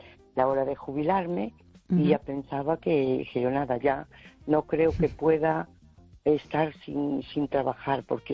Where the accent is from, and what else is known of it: A Coruña, Galicia, Spain